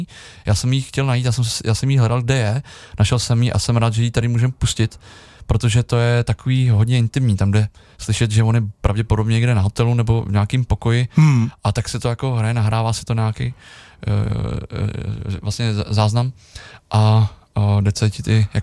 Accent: Polička, Pardubice Region, Czechia; my jsme totiž celá rodina, whole family, jsme všichni z Poličky. Ano, jsme se všichni narodili v Police.

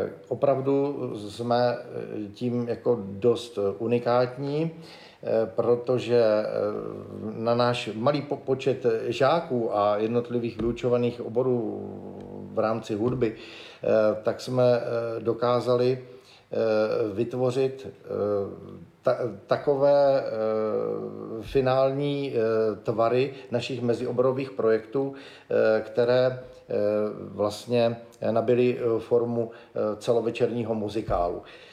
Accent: Zlín, Zlín Region, Czechia; Ano, jsem Valach. Tak, rodák ze Zlína, což je taková brána valašská.

